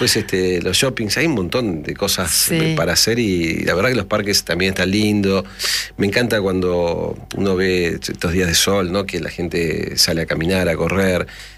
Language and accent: Spanish; Buenos Aires, Argentina; Soy de Buenos Aires, uy, Buenos